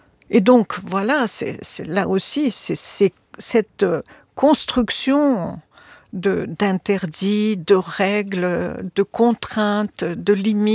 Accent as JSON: {"language": "French", "country": "Tunisia", "said": "Chez nous, en Tunisie"}